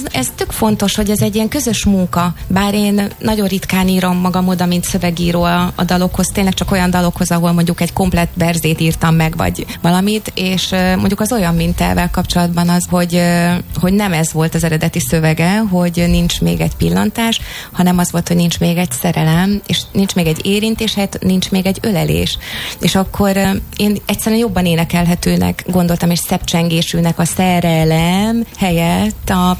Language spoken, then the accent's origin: Hungarian; Eger, Heves, Hungary; képzeljétek el, hogy én egri vagyok